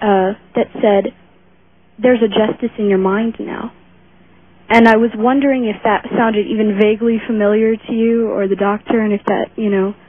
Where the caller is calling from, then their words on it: Austin, Texas, United States; I'm in Austin, Texas.